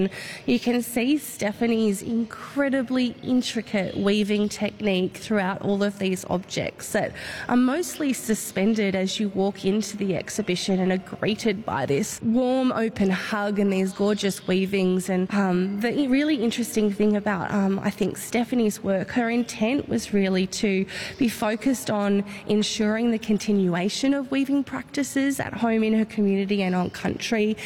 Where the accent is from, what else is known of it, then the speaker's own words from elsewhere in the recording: Tasmania, Australia; I'm a proud Palawa woman